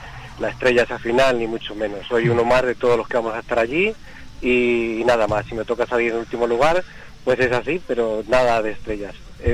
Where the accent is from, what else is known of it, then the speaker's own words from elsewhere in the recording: Extremadura, Spain; ser extremeño, la verdad que es un privilegio.